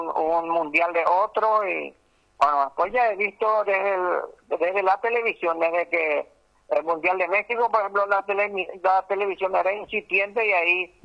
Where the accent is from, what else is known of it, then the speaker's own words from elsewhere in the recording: Paraguay; como paraguayo y confiado en la garra guaraní